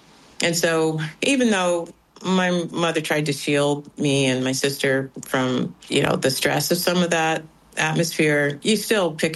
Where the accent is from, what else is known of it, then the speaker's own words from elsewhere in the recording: Cleveland, Ohio, United States; I grew up working class in Cleveland, Ohio. And my sister and I, we were raised by my mother after my parents divorced.